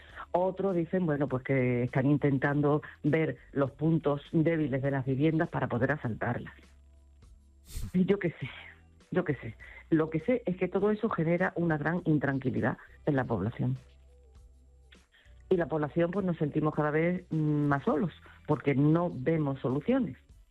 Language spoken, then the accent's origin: Spanish; Ceuta, Spain; born there; now in Caldas de Reis, Spain; porque yo nací allí, pero que quede claro que mis padres fueron emigrantes gallegos allí y yo sigo siendo gallega, ¿vale? Por parte de padre y de madre. Y tengo aquí mi casa, que es donde estoy ahora, en Caldas de Rey